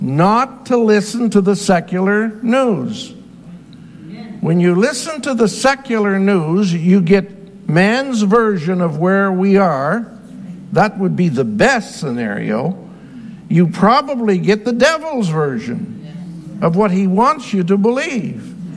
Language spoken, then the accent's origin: English; Canada; And I'm a Canadian.